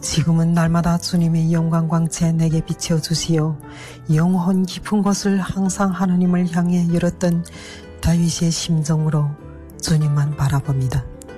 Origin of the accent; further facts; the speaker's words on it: North Hamgyong, North Korea; moved away; 저는 함경북도에서 온